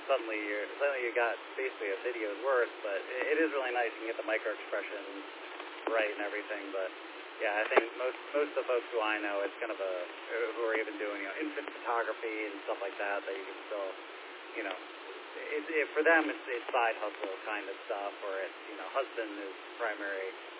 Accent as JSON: {"language": "English", "town": "Mansfield", "region": "Texas", "country": "United States", "tie": "born or raised there", "said": "I grew up in Mansfield"}